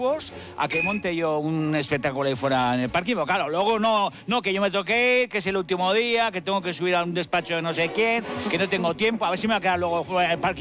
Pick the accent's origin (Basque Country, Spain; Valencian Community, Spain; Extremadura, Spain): Basque Country, Spain; yo esto lo hago por orgullo, lo hago por orgullo, porque soy vasco y a mí no me gana ni Bartolo.